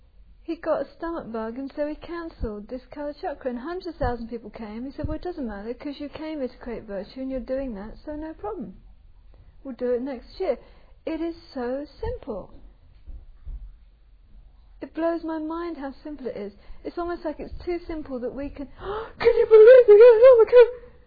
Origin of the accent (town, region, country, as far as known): England, United Kingdom